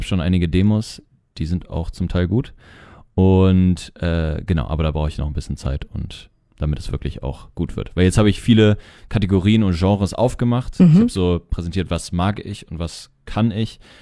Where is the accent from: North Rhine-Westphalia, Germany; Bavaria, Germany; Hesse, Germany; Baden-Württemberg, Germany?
North Rhine-Westphalia, Germany; Cologne; ich komme aus Köln.